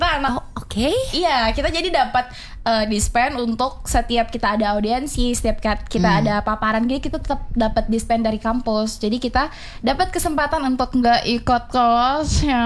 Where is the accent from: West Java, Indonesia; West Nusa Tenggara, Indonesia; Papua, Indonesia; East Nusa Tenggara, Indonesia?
West Nusa Tenggara, Indonesia; Mataram; Ada yang dari Praya, ada kita dari Mataram.